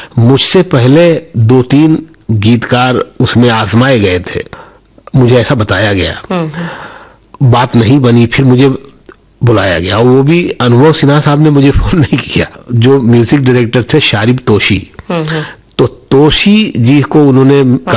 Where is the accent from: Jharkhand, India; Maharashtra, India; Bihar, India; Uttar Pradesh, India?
Uttar Pradesh, India; Azamgarh; moved away; मैं आज भी आजमगढ़ जब जाता हूँ तो जिन गलियों में खेलता था उनकी शक्लें बदल गई हैं, और कुछ गलियां खत्म हो गई हैं, कुछ जगहें बदल गई हैं सब, फिर भी वहां जाता हूं मैं।